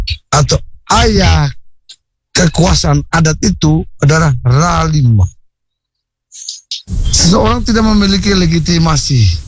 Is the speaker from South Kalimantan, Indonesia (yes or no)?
no; East Nusa Tenggara, Indonesia; pemimpin adat kami suku Liolise